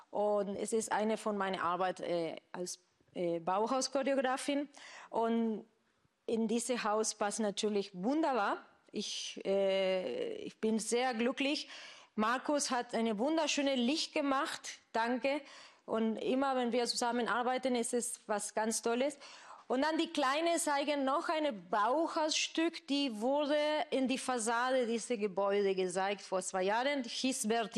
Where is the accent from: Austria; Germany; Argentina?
Argentina; German is a second language; ich komme aus Argentinien. Und in Argentinien, Tango ist unser Nationaltanz.